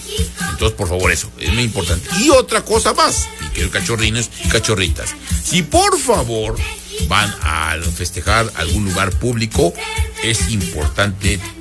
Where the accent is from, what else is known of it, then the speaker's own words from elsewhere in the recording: Puebla, Mexico; Que los poblanos y mexicanos somos gente educada